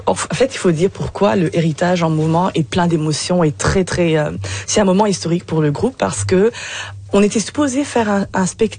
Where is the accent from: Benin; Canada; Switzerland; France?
Canada; Non, je suis canadienne.